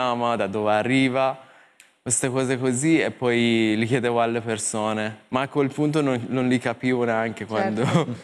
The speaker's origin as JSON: {"language": "Italian", "country": "Iran", "second_language": "Italian", "moved": "as an adult", "lives_now": "Turin, Italy", "said": "io sono persiano, vengo dall'Iran"}